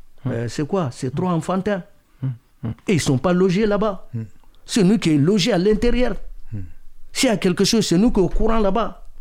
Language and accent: French; Mali